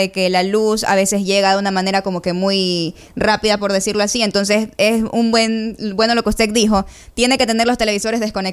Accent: Ecuador; nosotros que somos aquí ecuatorianos, de personas de distintas provincias y sectores también

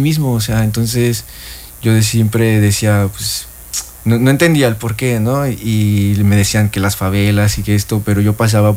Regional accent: Guadalajara, Jalisco, Mexico; Yo soy de Guadalajara.

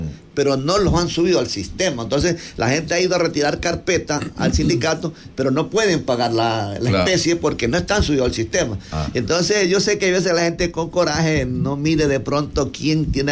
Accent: Río Chico, Manabí, Ecuador; yo soy de la parte rural, yo soy de Río Chico

